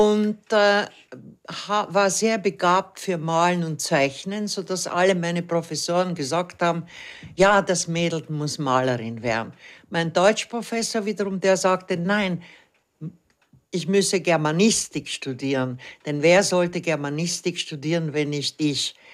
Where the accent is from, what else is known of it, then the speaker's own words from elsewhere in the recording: Vienna, Austria; also born or lived in Budapest; sodass wir dann ständig in Wien gelebt haben. Und auch jetzt lebe ich noch in Wien.